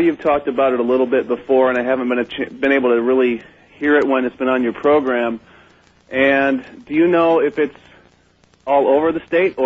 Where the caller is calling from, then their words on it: Seattle, Washington, United States; in Seattle.